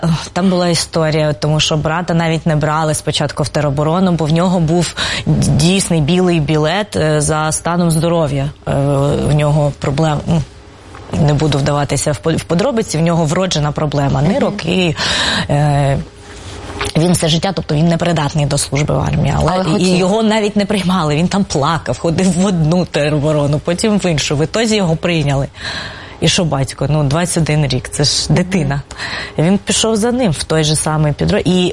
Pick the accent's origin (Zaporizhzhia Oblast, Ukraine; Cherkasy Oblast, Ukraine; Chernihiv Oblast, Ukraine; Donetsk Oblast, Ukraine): Cherkasy Oblast, Ukraine; Cherkasy; Так, це моє рідне місто.